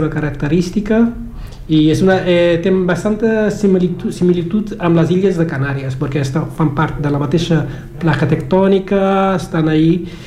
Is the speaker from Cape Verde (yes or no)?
yes; Mindelo, São Vicente, Cape Verde; moved away as an adult; now in Catalonia, Spain; jo sóc de San Vicente, la ciutat és Mindelo, seria més o menys com Barcelona, la segona ciutat.